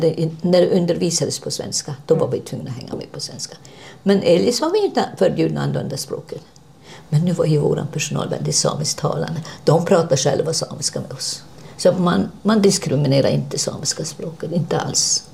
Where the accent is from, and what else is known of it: Jokkmokk, Norrbotten County, Sweden; born there; also born or lived in Karesuando